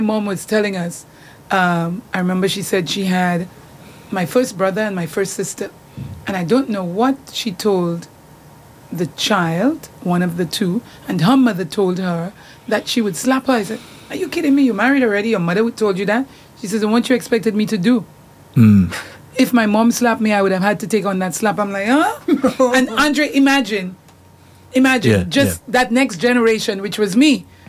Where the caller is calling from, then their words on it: St. Lucia; I'm from the Caribbean.